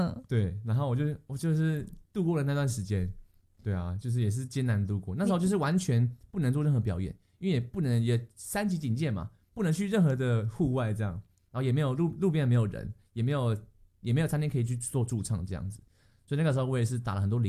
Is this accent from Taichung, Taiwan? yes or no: no; Hsinchu, Taiwan; moved away as an adult; also born or lived in Kaohsiung; now in Taipei, Taiwan; 因为我是新竹人，然后我就回到新竹去当兵